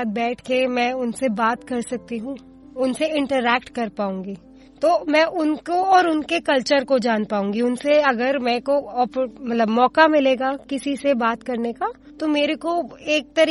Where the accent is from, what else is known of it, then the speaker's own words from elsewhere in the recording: Delhi, India; दिल्ली की ही रहने वाली हूँ।